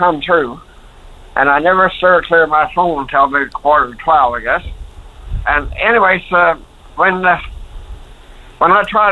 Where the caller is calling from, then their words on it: St. Lawrence, Newfoundland and Labrador, Canada; I'm calling from St. Lawrence.